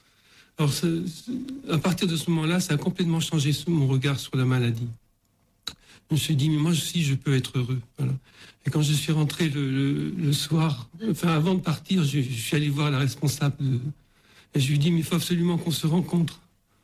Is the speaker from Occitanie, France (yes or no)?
yes; Lourdes, Occitanie, France; Et je me suis présenté, je lui ai dit que je venais de Lourdes. Et c'est là après que j'aurais dit, ben, quand je vais rentrer à Lourdes